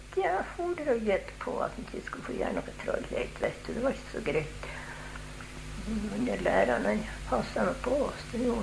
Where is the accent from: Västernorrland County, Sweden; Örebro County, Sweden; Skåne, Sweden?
Västernorrland County, Sweden; Laxforsmån; born there; Nej, det var bara för det att jag var född på Laxforsmån i Grane.